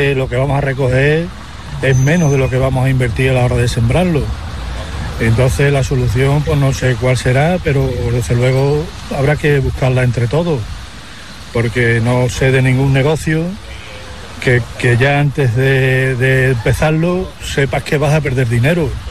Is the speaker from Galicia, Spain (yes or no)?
no; Berlanga, Extremadura, Spain; Buenas tardes, yo soy … vengo de Berlanga, estamos aquí en Mérida, en la puerta de la presidencia